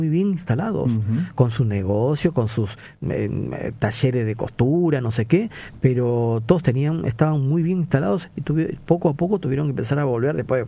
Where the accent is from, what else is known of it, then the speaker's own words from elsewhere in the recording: Peru; moved away; en la década de los 80, que era un desastre en mi país, gran cantidad de peruanos fueron